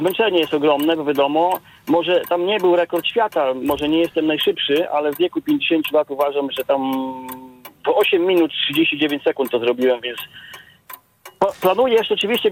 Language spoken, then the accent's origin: Polish; Podlaskie Voivodeship, Poland; jestem z Podlasia